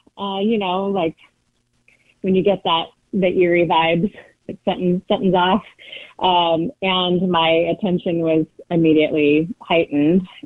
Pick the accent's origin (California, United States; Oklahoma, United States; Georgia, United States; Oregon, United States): Oregon, United States; Portland; I'm from Portland, Oregon as well.